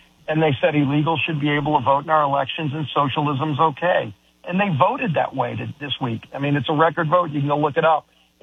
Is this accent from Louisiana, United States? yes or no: yes; New Orleans, Louisiana, United States; I mean, look, I come from New Orleans.